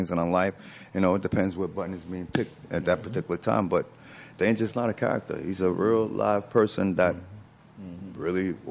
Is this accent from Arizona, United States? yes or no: no; New York, United States; And I grew up in the five boroughs. Like I said, I grew up in Queensbridge, you know? And Queensbridge is one of the largest housing projects in the world.